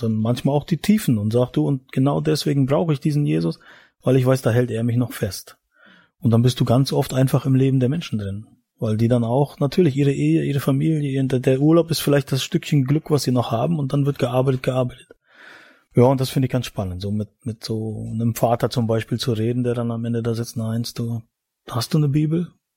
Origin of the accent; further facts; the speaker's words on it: East Germany, Germany; ich bin ein Ostdeutscher und da war Glaube nicht so das Thema